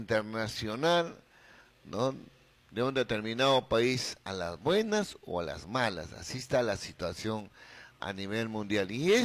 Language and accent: Spanish; Peru; como todo peruano que no nos gusta leer